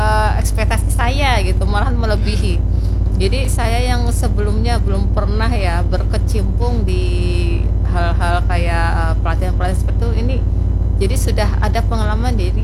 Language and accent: Indonesian; Java, Indonesia; kalau kami orang Jawa bilang gitu